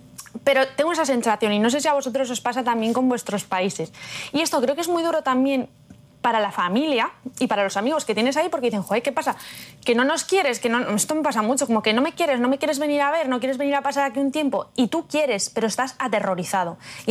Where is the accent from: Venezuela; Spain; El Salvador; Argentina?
Spain; moved away as an adult; now in Kentucky, United States; no vamos a decir que es española, como yo